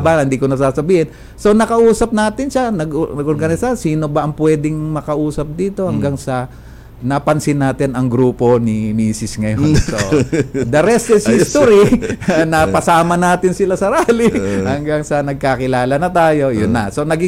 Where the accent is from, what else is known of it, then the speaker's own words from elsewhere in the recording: Caloocan, Metro Manila, Philippines; sa Tiga-Caloocan kami noon, eh, no? Pumapasok ako sa eskwela, simpleng tao lang tayo noon, nag-jeep tayo, nagbubus, nagta-tricycle.